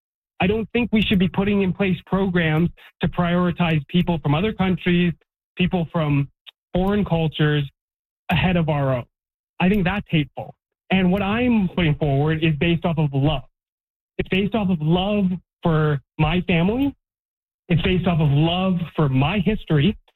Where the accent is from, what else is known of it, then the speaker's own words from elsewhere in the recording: Canada; Like, no, I'm a Canadian. I believe in peace and order and good governance.